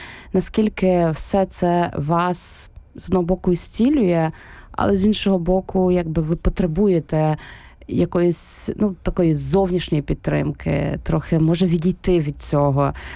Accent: Ternopil, Ternopil Oblast, Ukraine; свого рідного міста Тернополя

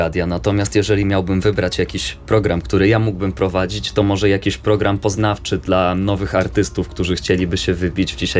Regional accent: Warsaw, Masovian Voivodeship, Poland; Jestem tu z Warszawy, z Mokotowa.

